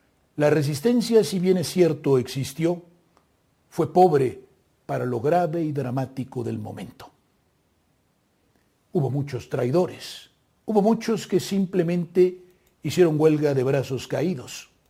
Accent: Mexico; Soy mexicano europeo y usted es mexicano asiático, ¿o qué?

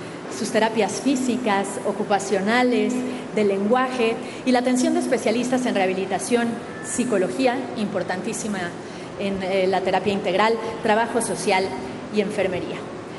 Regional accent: Mexico; Y fue una promesa que nos hicimos todos como mexicanas y como mexicanos.

